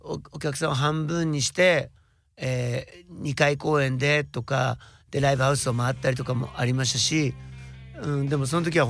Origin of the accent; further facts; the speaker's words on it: Chiba, Japan; これも上総4市と言うんですけど、僕の地元はこの上総4市だというふう